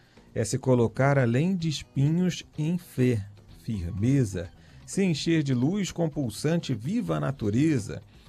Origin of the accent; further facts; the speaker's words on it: Niterói, Rio de Janeiro, Brazil; lá da minha terra, Niterói.